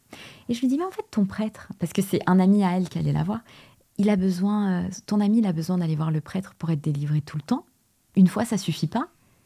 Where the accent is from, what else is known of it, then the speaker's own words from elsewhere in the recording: Portugal; Parce que je suis portugaise.